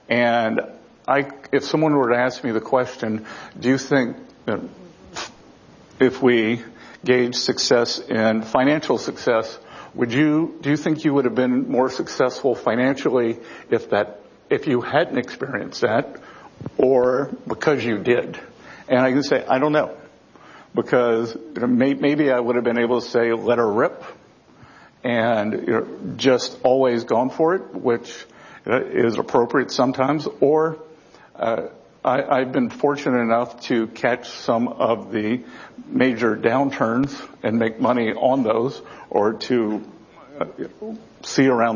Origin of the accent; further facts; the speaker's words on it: South Carolina, United States; My home state of South Carolina has the most people moving in terms of percent